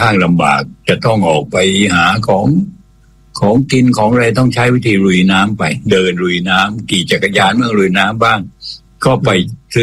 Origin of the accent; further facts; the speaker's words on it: Nakhon Si Thammarat, Thailand; ครับบ้านเกิดเนี่ยนครศรีธรรมราชนะฮะ